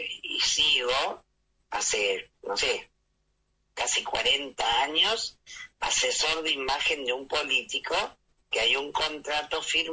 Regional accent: Argentina; yo como soy argentino

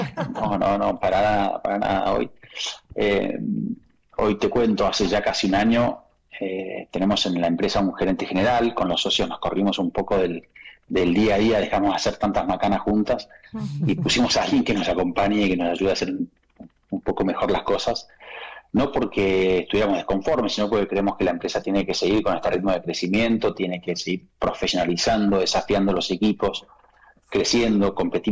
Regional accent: Tigre, Buenos Aires Province, Argentina

